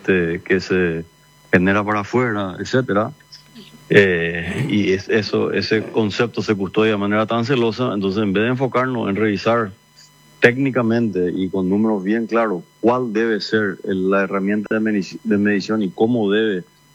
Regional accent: Paraguay; todos como paraguayos

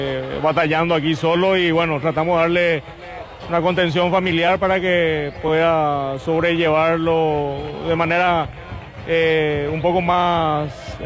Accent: Asunción, Paraguay; No, nosotros somos acá de la zona de Asunción.

